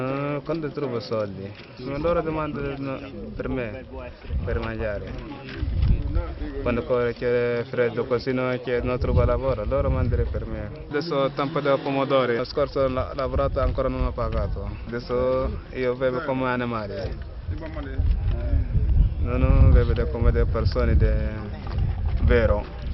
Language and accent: Italian; Libya; Italian is a second language; Allora, io vengo da Libia. In Libia io ho fatto militare.